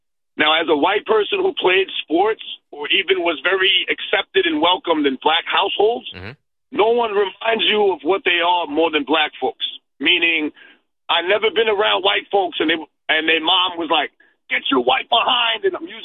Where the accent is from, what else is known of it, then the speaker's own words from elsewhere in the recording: New York City, New York, United States; As an adult, I lived in Howard Beach